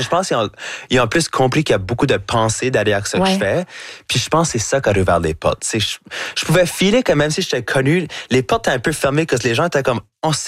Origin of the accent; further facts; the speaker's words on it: Canada; accent: Acadian (Chiac); j'ai un accent qui va jamais être neutre. So là, de complètement laisser ça aller, puis de faire tout ce que je fais avec mon accent, avec mon chiac. Pour moi, c'est comme, ah, ben, c'est bien plus fun parce que là, tout d'un coup, je peux comme apporter l'Acadie avec moi partout où j'y vais.